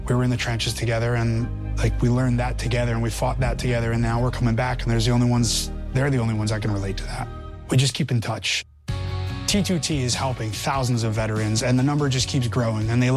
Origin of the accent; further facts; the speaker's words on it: Rutherford, New Jersey, United States; So I grew up in Rutherford, New Jersey, which is right outside the city, and Skyline is right there.